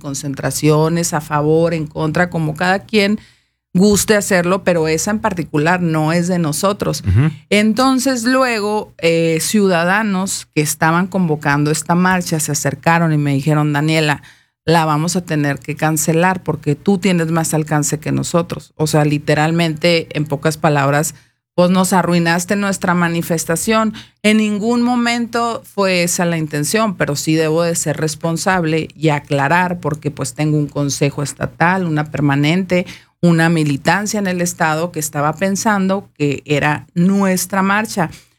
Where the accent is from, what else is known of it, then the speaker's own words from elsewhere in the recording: Chihuahua, Mexico; queremos que vean quiénes sí somos los chihuahuenses que vamos a andar en la calle alzando la voz por nuestro estado